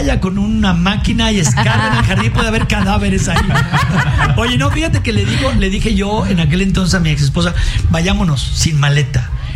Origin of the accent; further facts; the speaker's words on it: Mexico; Aquí no decimos chendo. Déjame decirte qué pasa con México. México exporta demasiada televisión. Entonces, nuestra manera de hablar traspasó fronteras.